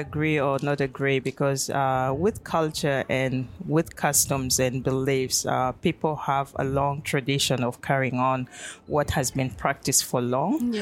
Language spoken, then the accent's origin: English; Yirol, Lakes, South Sudan; now in Melbourne, Australia; I'm from Lake State, which is Yeroul.